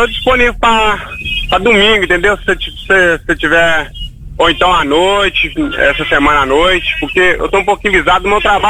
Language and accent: Portuguese; Peçanha, Minas Gerais, Brazil; moved away; Eu sou de Peçanha